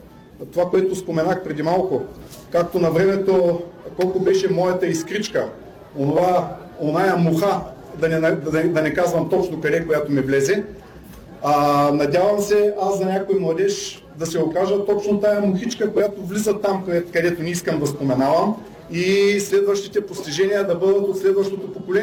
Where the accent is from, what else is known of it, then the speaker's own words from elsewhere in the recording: Ruse, Ruse Province, Bulgaria; also born or lived in Razgrad; now in Varna, Bulgaria; Да, аз съм българен, хора. Нали? Роден съм в Разград, защото в Кубрате нямало родилно отделение 67-ма година. След това съм живял в Русия до 86-та.